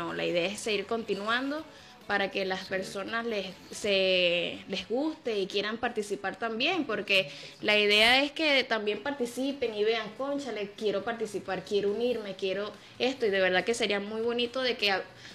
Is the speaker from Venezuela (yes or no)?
yes; Venezuela; como buen venezolanos que somos